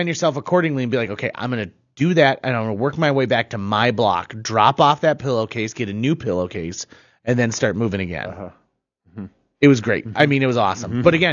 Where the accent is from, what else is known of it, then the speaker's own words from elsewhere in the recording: United States; Dude, I also grew up in the Clara Barton area. It was fantastic.